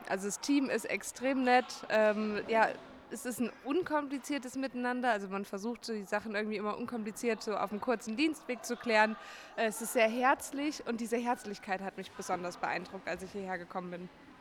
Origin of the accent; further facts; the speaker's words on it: Thuringia, Germany; moved away as an adult; now in Leipzig, Germany; Ich komme aus Thüringen gebürtig und mich hat es nach dem Studium nach Leipzig verschlagen.